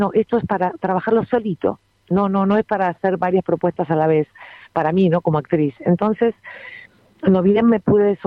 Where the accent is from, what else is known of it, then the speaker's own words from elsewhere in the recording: La Plata, Buenos Aires Province, Argentina; born there; si bien yo soy platense, yo soy nacida en La Plata